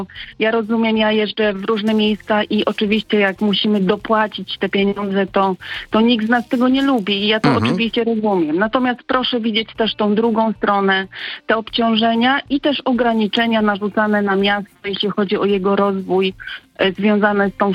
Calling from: Ustka, Pomeranian Voivodeship, Poland; Ja dzwonię z Ustki

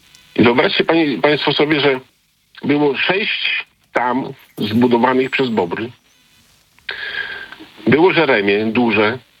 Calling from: Białystok, Podlaskie Voivodeship, Poland; ja dzwonię z Podlasia, Białystok, okolice Białegostoku

